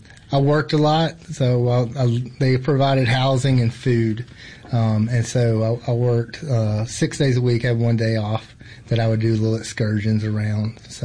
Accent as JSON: {"language": "English", "town": "Clinton", "region": "Mississippi", "country": "United States", "tie": "born or raised there", "said": "So I grew up in Clinton, and then went to Southern for my undergrad."}